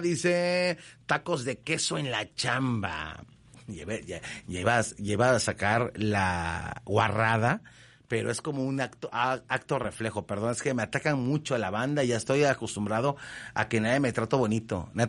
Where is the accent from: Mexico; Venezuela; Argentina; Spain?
Mexico; Veracruz; porque soy veracruzano